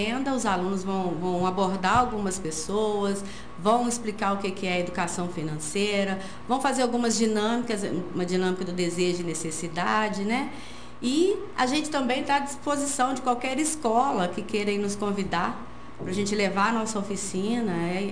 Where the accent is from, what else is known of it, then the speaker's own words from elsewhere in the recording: Formoso, Brazil; eu sou da zona rural, para quem não sabe, né? Sou de Formoso. E eu cresci vendo a minha avó fazer isso.